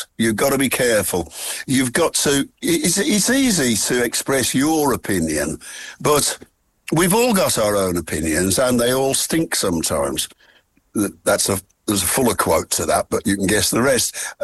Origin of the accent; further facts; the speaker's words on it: Midlands, United Kingdom; I wasn't much for the industrial blight of growing up in the Midlands. I was one of the many asthmatics.